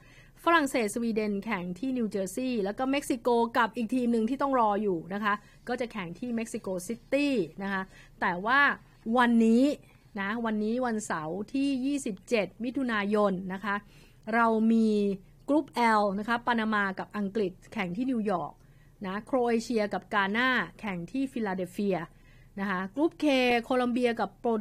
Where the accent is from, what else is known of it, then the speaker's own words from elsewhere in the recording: Bangkok, Thailand; พื้นเพคนกรุงเทพนะคะ